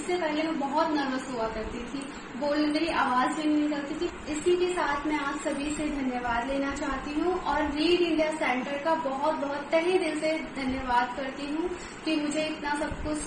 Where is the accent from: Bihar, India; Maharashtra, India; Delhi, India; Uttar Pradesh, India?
Delhi, India; और मैं दिल्ली से हूँ।